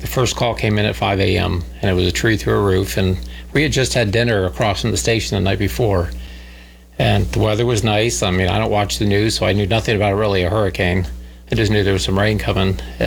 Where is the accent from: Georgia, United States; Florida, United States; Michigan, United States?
Florida, United States; I'm from Florida. I've seen every hurricane, all my life